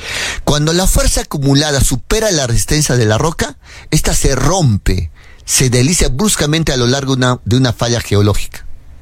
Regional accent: Arequipa, Peru; en Cayoba, mi tierra

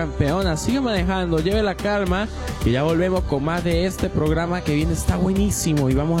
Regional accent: San Cristóbal, Táchira, Venezuela; Eso no nos define a nosotros como cordiales, como somos los de San Cristóbal.

